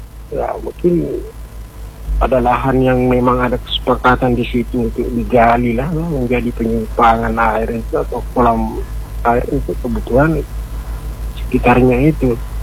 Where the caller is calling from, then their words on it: Parepare, South Sulawesi, Indonesia; Parepare.